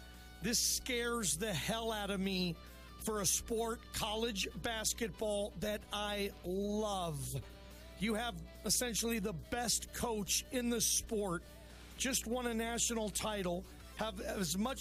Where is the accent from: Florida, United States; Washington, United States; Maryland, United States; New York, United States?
Washington, United States; Seattle; I'm a Northwest dude. I grew up in Seattle. First sporting event I ever went to was in the Kingdom, dude.